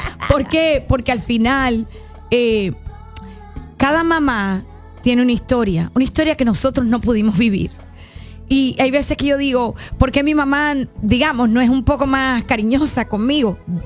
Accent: Cuba; moved away; en mi país, en Cuba se le dice mima

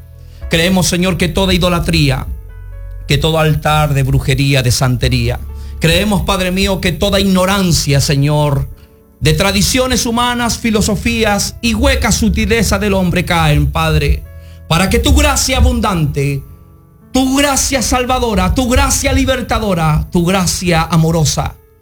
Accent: Chile; born there; Sí, pero nacimos, humanamente nacimos en Chile, en la bella República de Chile

